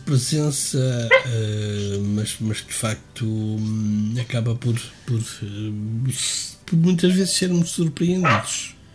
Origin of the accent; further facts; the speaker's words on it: Cumeada parish, Centro, Portugal; lá na minha terra também existe... Obrigado, amigo. Também existe uma zona, nomeadamente na freguesia da Cumiada, chamada Val da Cortiçada.